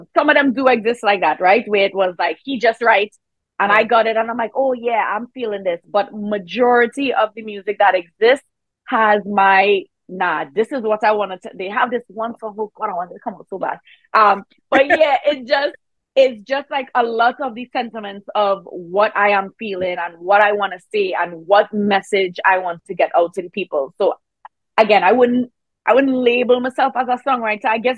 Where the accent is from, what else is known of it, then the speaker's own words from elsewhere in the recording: Trinidad & Tobago; I am from Trinidad. I play mass.